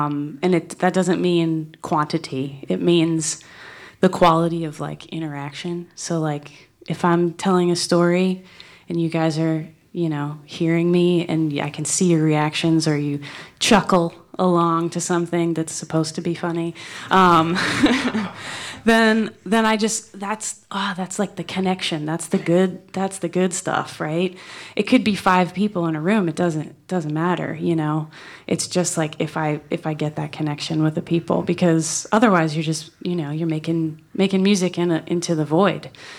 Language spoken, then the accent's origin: English; Pittsburgh, Pennsylvania, United States; moved away; I'm just grateful to be back in my hometown today